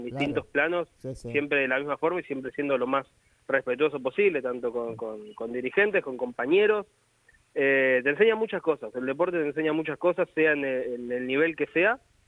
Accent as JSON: {"language": "Spanish", "area": "Partido de la Costa", "region": "Buenos Aires Province", "country": "Argentina", "said": "mostrando, mirá, de dónde uno viene y mostrar dónde es el partido de la costa y nada, de dónde uno sale y explicar que yo vengo de donde vengo y vengo de la playa"}